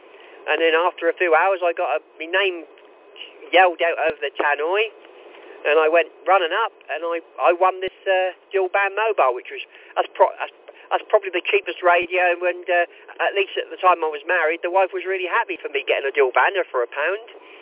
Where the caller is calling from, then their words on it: Chippenham, South West England, United Kingdom; I'm not far from Chippenham at the moment, and I think there's a link, an MB7 link, probably about 4 miles away.